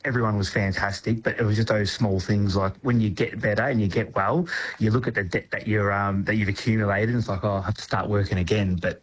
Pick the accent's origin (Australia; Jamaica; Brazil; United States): Australia; Moe, Victoria; Because I come from Moi, I couldn't access care locally, so I had to travel down to Clayton.